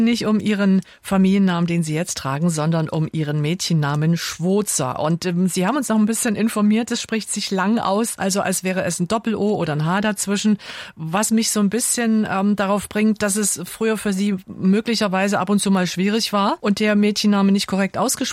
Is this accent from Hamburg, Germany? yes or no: no; Saxony, Germany; ich bin auch aus dem Erzgebirgsvorland, da kenne ich den Namen auch öfter und das als Schwozer.